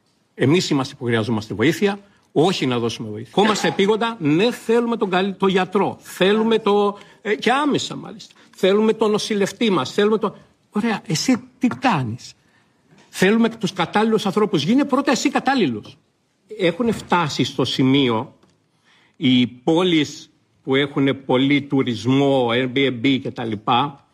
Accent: Chania, Crete, Greece; Με κάνει να ντρέπομαι σαν Χανιώτης, γιατί εγώ είμαι Χανιώτης.

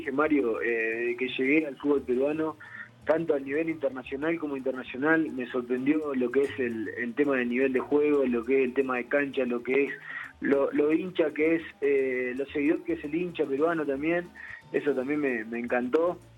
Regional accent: Asunción, Paraguay; also born or lived in Rosario, Argentina; now in Argentina; Yo vengo también de Argentina, de Rosario. Rosario. Vengo de Asunción, de Paraguay, que tiene sus cosas

